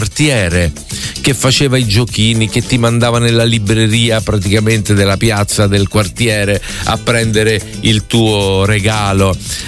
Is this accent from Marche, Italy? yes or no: no; Basilicata, Italy; essendo io lucano, sono stato amico